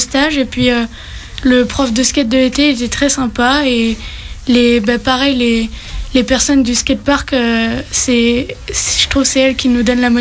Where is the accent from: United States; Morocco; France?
France; La Tranche-sur-Mer, Pays de la Loire; born there; also born or lived in Niort; À la base, je suis née à Niort, mais on a déménagé à la Tranche-sur-Mer.